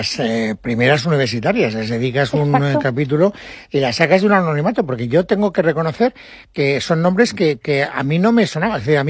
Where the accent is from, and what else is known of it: Valencian Community, Spain